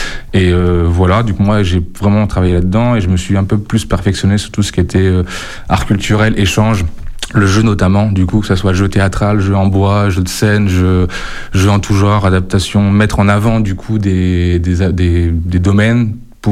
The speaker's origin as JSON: {"language": "French", "area": "Vienne", "region": "Nouvelle-Aquitaine", "country": "France", "tie": "born or raised there", "moved": "yes", "lives_now": "Dordogne, France", "said": "Non, je suis originaire de la Vienne, mais du coup, moi, je suis venu m'installer, du coup, en Dordogne."}